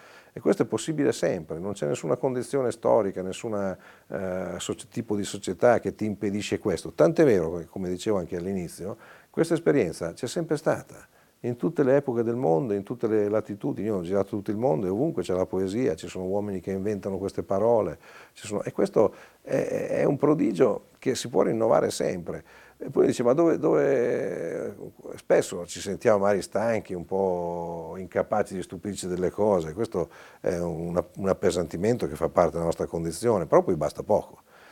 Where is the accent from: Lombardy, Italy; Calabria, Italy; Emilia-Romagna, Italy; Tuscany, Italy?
Emilia-Romagna, Italy; Forlì; a Forlì, la mia città natale, che è la più bella città del mondo